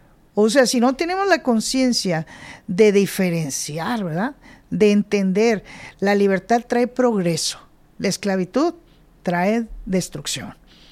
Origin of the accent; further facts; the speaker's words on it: Mexico; born there; yo nací en México.